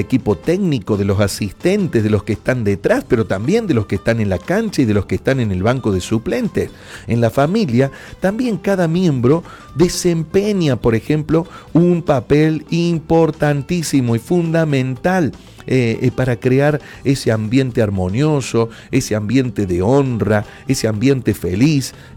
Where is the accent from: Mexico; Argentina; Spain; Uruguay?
Argentina; nosotros como argentinos